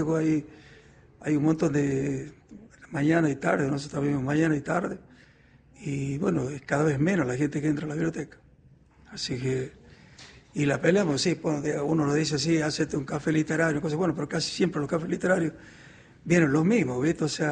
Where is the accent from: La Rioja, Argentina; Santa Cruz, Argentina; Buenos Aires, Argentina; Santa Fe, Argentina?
La Rioja, Argentina; Aimogasta; yo soy oriundo de nací en Aymogasta, en el interior. Sí. Y tenía una tía mía que era bibliotecaria frente a la plaza de Aymogasta. Y yo nos criamos ahí